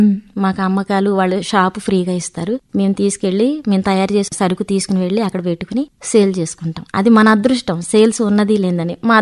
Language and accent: Telugu; Kondapalli, Andhra Pradesh, India; born there